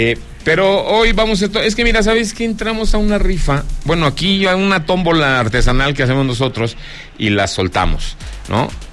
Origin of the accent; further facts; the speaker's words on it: Zacatecas, Mexico; unos de los amigos frecuentes de mi tierra Zacatecas